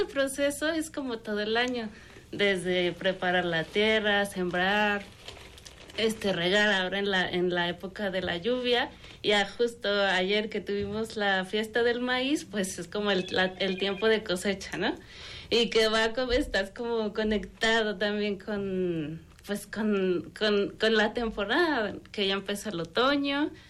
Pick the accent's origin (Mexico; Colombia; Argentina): Mexico; Guadalajara, Jalisco; moved away; also born or lived in Chiapas; Yo, de hecho, tenía como 18 años que no vivía en la ciudad de Guadalajara, aunque soy de aquí de Guadalajara.